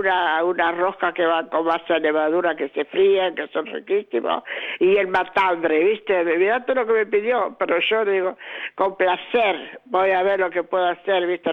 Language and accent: Spanish; Italy; Spanish is a second language; now in Argentina; Soy italiana. Te digo algo. Soy italiana.